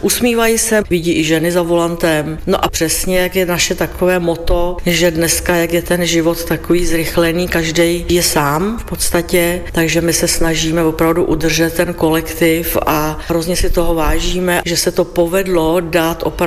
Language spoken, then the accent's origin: Czech; Slovakia; now in Czech Republic; Česká republika je krásná, i Slovensko je krásné, já i pocházím ze Slovenska, mám tam rodinu. Lučenec, Filakovo, mám to ráda.